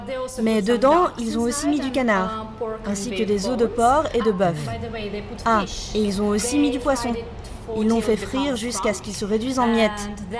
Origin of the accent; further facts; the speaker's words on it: Ukraine; moved away as an adult; now in Kunming, China; Quand j'étais enfant en Ukraine